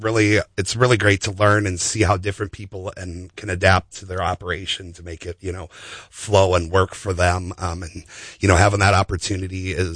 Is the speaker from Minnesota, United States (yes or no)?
yes; Minnesota, United States; moved away as an adult; now in South Dakota, United States; I'm originally from Southeast Minnesota, down by Rochester area for those folks in that region. I've moved to South Dakota